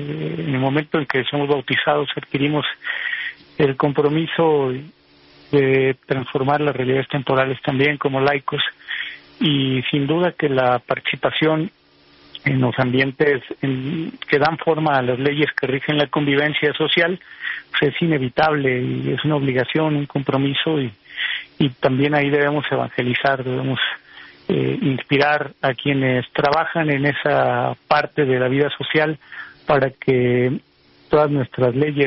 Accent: Tepatitlán, Jalisco, Mexico; born there

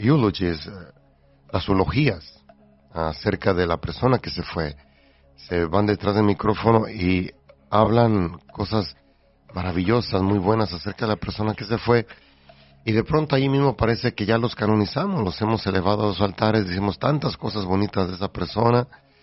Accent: El Llano, Michoacán, Mexico; moved away; eso es en mi rancho, allá en el Llano Michoacán, municipio de Zamora

